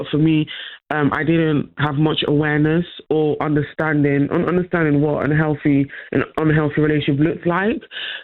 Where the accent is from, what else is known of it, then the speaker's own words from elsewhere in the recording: Netherlands; Growing up, unfortunately, as well, I grew up in the Netherlands. I'd experienced a lot of racism, a lot of bullying